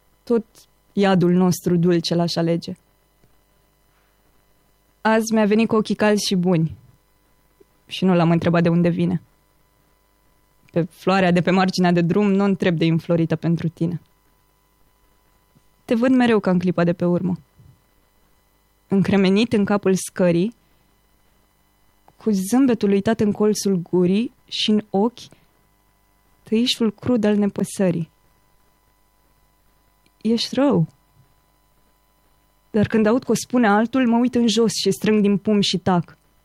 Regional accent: Romania; și eu sunt româncă

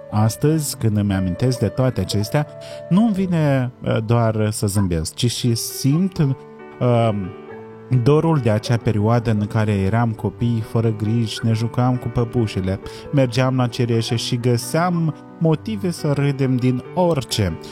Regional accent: Moldova; și nu sunt din România, dar sunt din Moldova.

